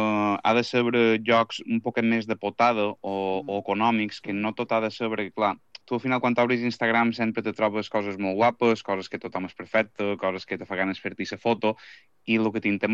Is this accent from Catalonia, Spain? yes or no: no; Sineu, Balearic Islands, Spain; Jo soc de Sineu. … de Santa Catalina, i mon pare és de Zamora. I jo he nascut i m'he criat i visc encara dia d'avui a Sineu.